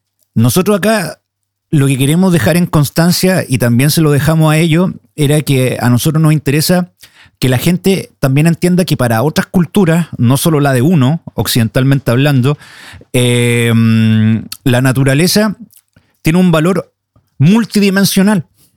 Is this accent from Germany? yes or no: no; Chile; para nosotros como chilenos también entender la lucha del pueblo Sami contra Statkraft